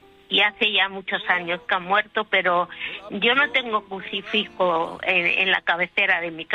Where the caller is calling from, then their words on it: Madrid, Community of Madrid, Spain; Llamo desde Madrid.